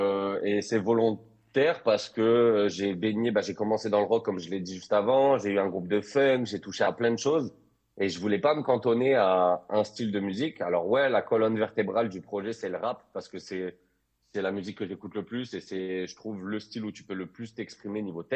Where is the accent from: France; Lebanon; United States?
France; Toulouse, Occitanie; Alors, moi, je suis né à Toulouse, j'ai grandi à Toulouse et je suis toujours à Toulouse.